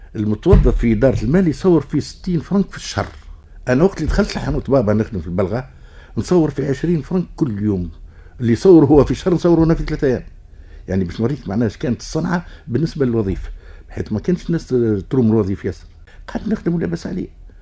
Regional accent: Tunis, Tunis Governorate, Tunisia; born there; moved away as an adult; now in Ezzahra, Tunisia; انا تولدت في دارنا زنقة سيدي دلة عدد 46

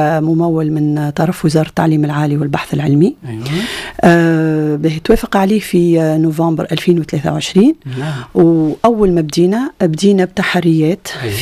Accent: Tunisia; احنا توا في تونس

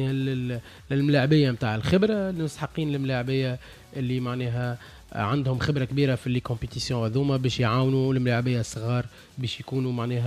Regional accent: Tunisia

